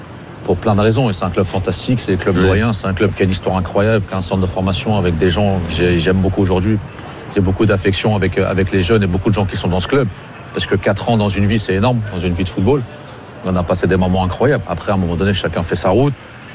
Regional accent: Normandy, France; Nous, on est des Hauts Normands et Caen est en Basse Normandie.

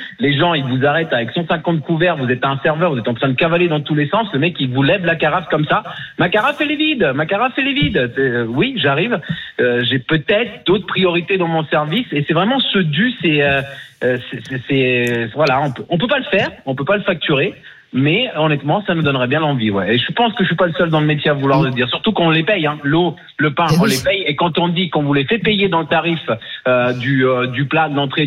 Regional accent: Italy; French is a second language; now in France; Moi, je suis italien, vous l'avez dit. Donc, moi, j'ai été élevé dans la culture où on paye son couvert.

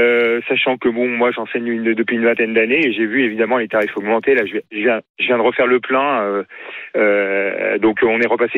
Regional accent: Lyon, Auvergne-Rhône-Alpes, France; je suis lyonnais

